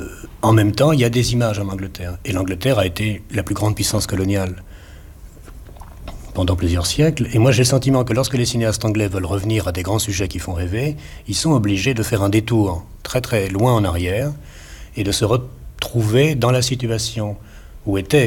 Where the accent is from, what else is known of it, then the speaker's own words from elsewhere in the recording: France; je parle en tant que Français